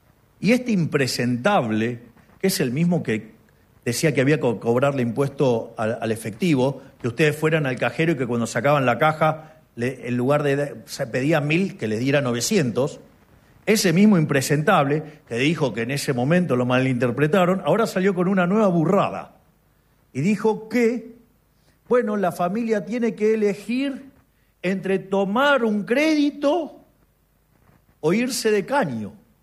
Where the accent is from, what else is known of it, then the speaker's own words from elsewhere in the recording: Argentina; nosotros que somos tan argentinos, la argentinidad del palo y todas esas cosas